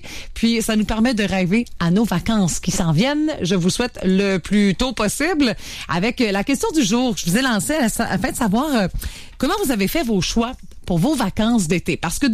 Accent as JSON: {"language": "French", "town": "Cap-à-la-Baleine", "region": "Quebec", "country": "Canada", "tie": "born or raised there", "said": "Israël qui dit on reste par chez nous au Cap à Baleine. Je te comprends, mon cher, c'est là que j'ai grandi."}